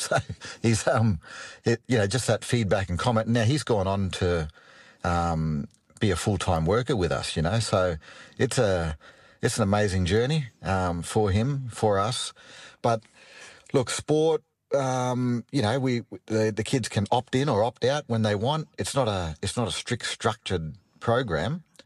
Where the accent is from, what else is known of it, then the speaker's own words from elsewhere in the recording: Darwin, Northern Territory, Australia; moved away; also born or lived in Sydney; But it was tough because I'm from Darwin, like you said. You know, all my friends played AFL.